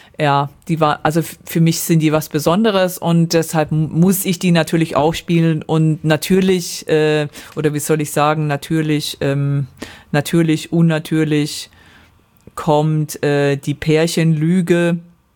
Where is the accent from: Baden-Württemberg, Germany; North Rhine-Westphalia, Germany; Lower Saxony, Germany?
Baden-Württemberg, Germany; moved away; also ich komme aus der Nähe von Ulm